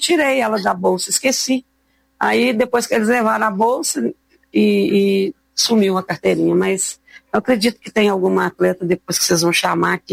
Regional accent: Piedade do Rio Grande, Minas Gerais, Brazil; also born or lived in Belo Horizonte; Eu saí de Piedade, do Rio Grande, vim para Belo Horizonte para jogar futebol.

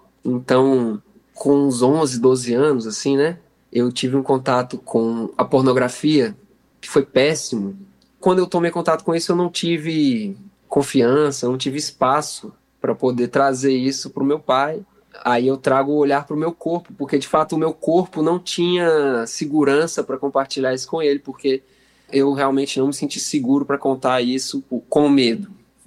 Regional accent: Espírito Santo, Brazil; born there; Eu nasci no Espírito Santo, mas meus pais são mineiros. Meu pai nasceu em Valadares, minha mãe em Teoflotone.

